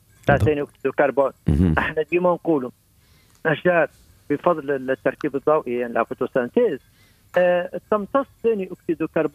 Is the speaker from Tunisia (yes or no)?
yes; Tunisia; now in Kelibia, Tunisia; وقعت جابي في بلدي تونس اللي هي تبارك الله معناتها بلدة عاصمة وعندها برشا تاريخ في التشجير، وبالطبيعة يعني ما قعدت برشا في بلدة تونس، استقلت بلدة قليبيا عام 88 سبتمبر